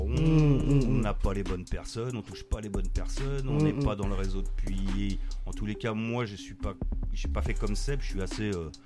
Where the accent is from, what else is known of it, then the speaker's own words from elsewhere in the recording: Paris, Île-de-France, France; now in South-West France, France; moi, je suis un Parisien du Sud-Ouest. Je suis un passeur Garonne et Seine.